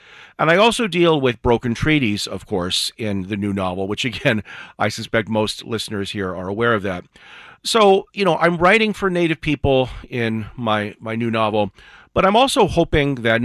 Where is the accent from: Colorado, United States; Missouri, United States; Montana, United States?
Colorado, United States; moved away as an adult; my people are from South Dakota and I've been in Colorado. I was raised here in Colorado.